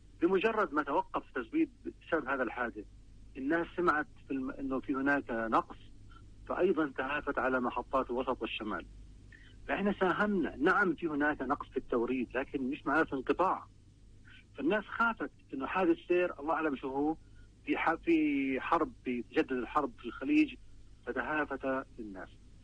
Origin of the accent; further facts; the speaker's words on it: Palestine; في عندنا مشاكل فعلا إحنا كشعب فلسطيني بسبب الخنق الاقتصادي من الاحتلال.